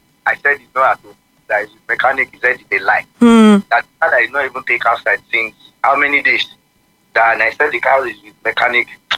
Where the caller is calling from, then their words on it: Nigeria; from Soka.